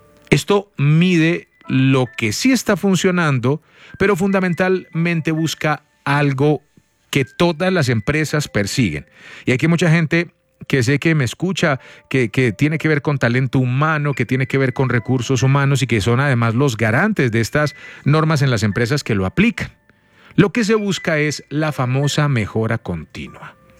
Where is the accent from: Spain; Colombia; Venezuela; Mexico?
Colombia; Soy ciudadano colombiano. Por cédula, nací el 01-01 de 1980.